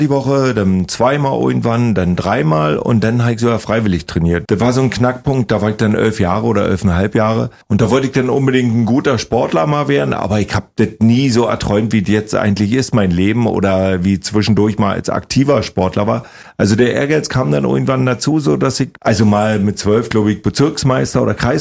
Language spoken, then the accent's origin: German; Briesen, Brandenburg, Germany; also born or lived in Bad Saarow; Ich bin ja in Bad Saare geboren, dann in Briesen sozusagen groß geworden. Das ist gleich so ein Dorf daneben.